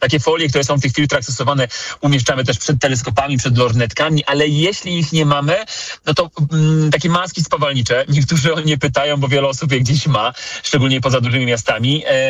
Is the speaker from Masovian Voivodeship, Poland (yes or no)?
yes; Warsaw, Masovian Voivodeship, Poland; na prawy brzeg Wisły, czyli na wschodnią stronę Warszawy, skąd sam pochodzę, z Pragi Północ.